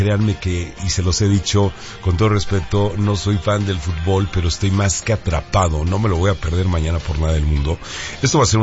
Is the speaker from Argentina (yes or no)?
no; Mexico; Yo creo que como mexicanos hemos vivido muchas situaciones